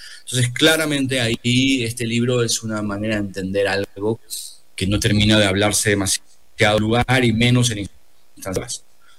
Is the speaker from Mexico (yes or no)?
yes; Mexico; born there; also born or lived in Argentina; mi madre se exilió de Chile, se fue a Argentina, yo nací en Argentina, mi padre tuvo que exiliarse de Argentina y nos vinimos a México los tres. Entonces yo ya crecí en un hogar donde había una chilena, un argentino y a la vez vivíamos en México